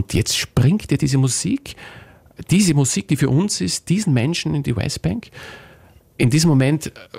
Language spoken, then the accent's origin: German; Austria; Ich stehe als Österreicher